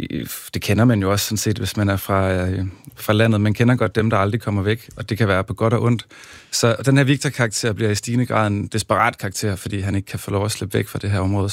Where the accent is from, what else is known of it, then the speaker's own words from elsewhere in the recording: Central Denmark Region, Denmark; also born or lived in Copenhagen; now in Sønderho, Denmark; Ja, jeg har simpelthen, vokset op på Mols og sådan noget, så flyttede jeg rimelig ungt hjemmefra. Jeg var 17 der.